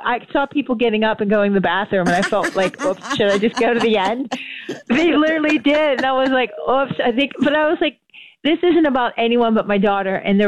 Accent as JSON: {"language": "English", "area": "North", "region": "the North", "country": "United States"}